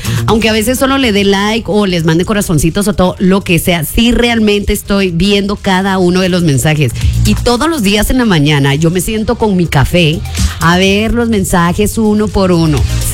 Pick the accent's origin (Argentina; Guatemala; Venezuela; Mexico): Guatemala; estamos indignados como guatemaltecos.